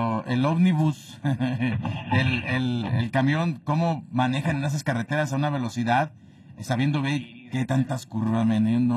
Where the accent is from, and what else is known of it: Altamira, Tamaulipas, Mexico